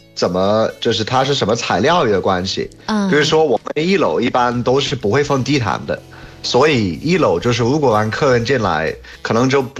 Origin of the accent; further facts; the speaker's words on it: United Kingdom; Chinese is a second language; moved away as an adult; now in China; 我从小在英国